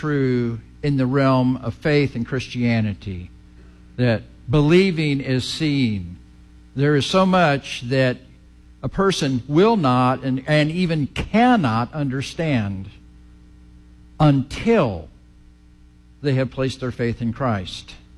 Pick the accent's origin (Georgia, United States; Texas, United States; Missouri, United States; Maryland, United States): Missouri, United States; I grew up in Missouri